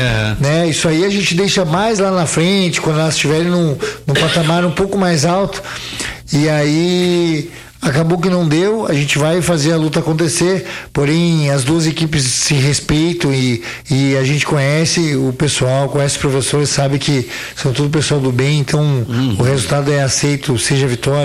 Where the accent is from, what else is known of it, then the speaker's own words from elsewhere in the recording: Pelotas, Rio Grande do Sul, Brazil; also born or lived in Caxias do Sul; now in Nova Prata, Brazil; particularmente, sou de Pelotas, morei muitos anos em Caxias, tô em Nova Prata há um ano